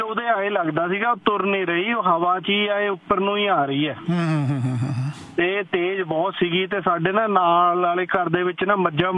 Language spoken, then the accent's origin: Punjabi; Punjab, India; ਮੈਂ ਭਾਜੀ ਮੇਰਾ ਪਿੰਡ ਰੋਪੜ ਨੇੜੇ ਹੈ